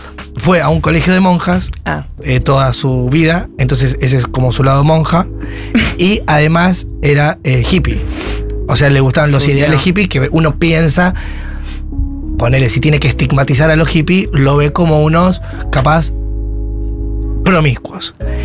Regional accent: Rosario, Santa Fe, Argentina; Yo soy rosarino, tengo una familia de payasos

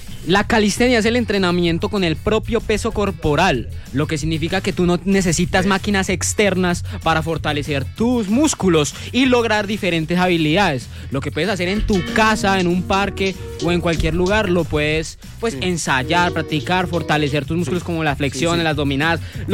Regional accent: Fusagasugá, Cundinamarca, Colombia; moved away as an adult; now in Envigado, Colombia; No, yo soy de un pueblito de Cundinamarca que se llama Fusagasugá.

